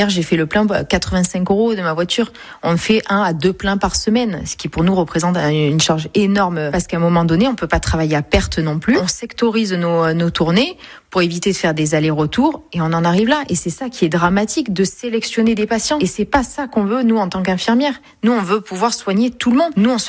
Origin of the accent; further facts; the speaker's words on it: Pessac, Nouvelle-Aquitaine, France; born there; Et je suis surtout girondine, parce que je suis née à Pessac.